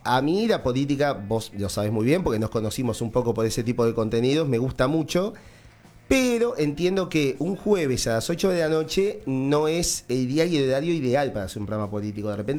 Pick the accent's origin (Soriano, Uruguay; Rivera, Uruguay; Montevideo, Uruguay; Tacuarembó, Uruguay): Montevideo, Uruguay; yo soy de Montevideo